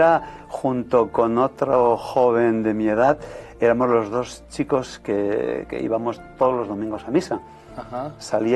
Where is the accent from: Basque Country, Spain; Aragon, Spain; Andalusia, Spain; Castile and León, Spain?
Aragon, Spain; Fraga; born there; Pues yo nací en Fraga, provincia de Huesca, en un pueblo de Buenafruta.